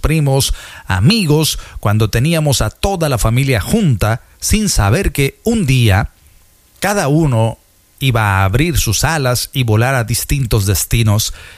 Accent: Tierra Blanca, Mexico; allá en Tierra Blanca, de donde sí soy, allá decimos, si no le cabe, no reparta

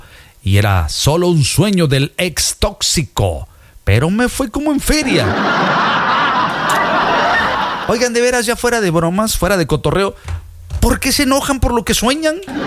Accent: Veracruz, Mexico; accent: jarocho; Yo soy veracruzano, hablo jarocho.

